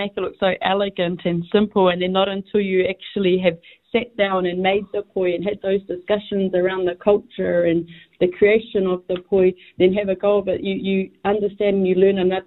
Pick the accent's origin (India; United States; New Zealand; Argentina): New Zealand; first language Māori; English is a second language; So I was fortunate, you know, to be a native speaker, and te reo Māori was my first language.